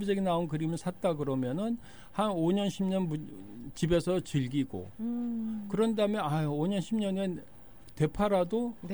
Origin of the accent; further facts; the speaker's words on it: South Korea; now in United States; 저는 동양인이 한국 사람이고